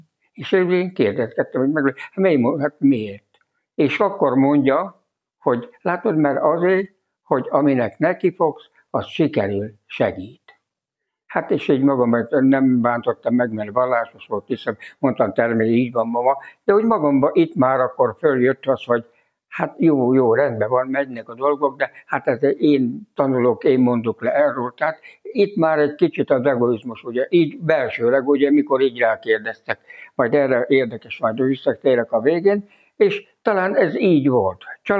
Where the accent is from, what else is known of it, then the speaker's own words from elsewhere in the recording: Törtel, Pest, Hungary; moved away; also born or lived in Marcali; Cegléd mellett 10 kilométerre lévő kis faluban Törtelen születtem, ott is még Tanyán, bábasszonynál, és 9-en voltunk testvérek. Petróleum lámpánál nőttem fel